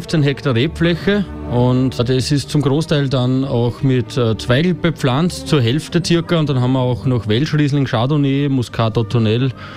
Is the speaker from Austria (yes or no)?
yes; Halbturn, Burgenland, Austria; Bei uns in Halbdurn ist speziell das Tschatakenfest.